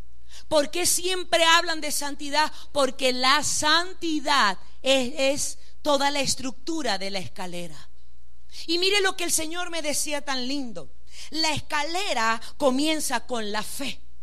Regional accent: Venezuela; Ahí no es un lugar para tú reprochar o decir, voy a hacerlo, como venezolano.

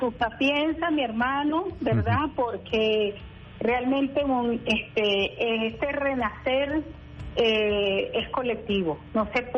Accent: Venezuela; Como venezolana, como guayú, como indígena, ahora asumir el viceministerio

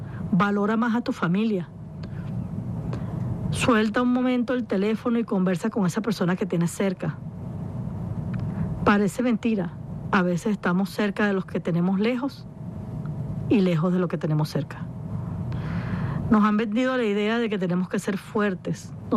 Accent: Venezuela; yo también soy venezolana

